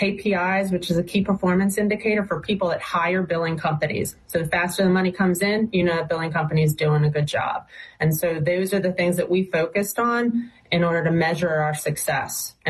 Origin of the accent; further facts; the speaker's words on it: Washington Township, New Jersey, United States; I'm from Washington Township in a small little area called Mango Court is where I grew up.